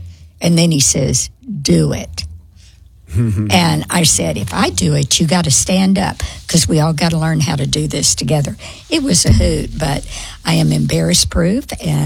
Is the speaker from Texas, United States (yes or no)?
no; Arkansas, United States; And I was from Arkansas